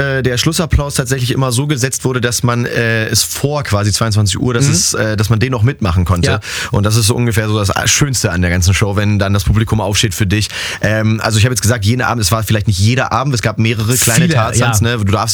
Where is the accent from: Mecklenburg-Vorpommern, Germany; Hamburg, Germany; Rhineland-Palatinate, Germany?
Hamburg, Germany; Es ist ja jetzt wieder in Hamburg im Start, ja. In meiner Heimat